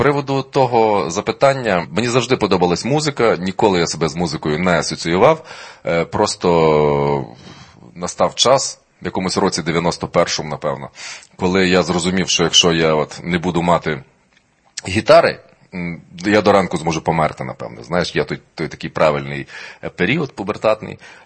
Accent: Skole district, Lviv Oblast, Ukraine; я в Скольому я тільки народився, тому що там був найближчий пологовий будинок, куди оце змогли доїхати. А так, це я з Колівщини, з ліквідованого Сколівського району.

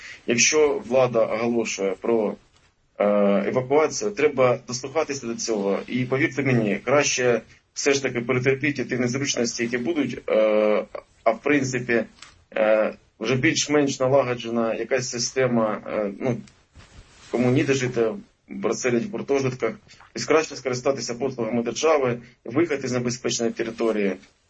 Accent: Kharkiv, Kharkiv Oblast, Ukraine; я хочу сказати, ну, як харків'янин

